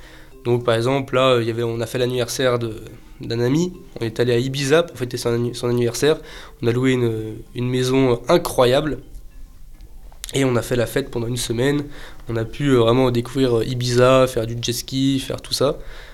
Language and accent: French; France; now in Gibraltar; Ça me dérange pas encore pour le moment de payer des impôts en France, parce que je suis français, c'est normal.